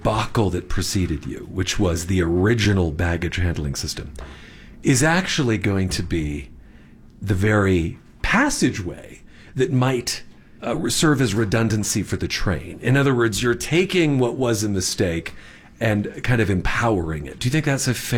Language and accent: English; Los Angeles, California, United States; In my hometown of Los Angeles, the mosaic tiles on the walls of the walkways.